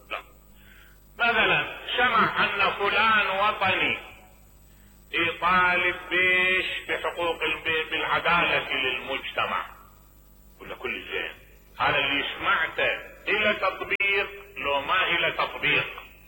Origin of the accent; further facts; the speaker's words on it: Najaf, Najaf Governorate, Iraq; قال لي انت منين؟ قلت انا من النجف.